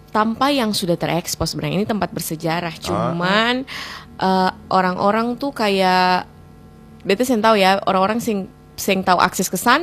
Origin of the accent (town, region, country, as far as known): Ambon, Maluku, Indonesia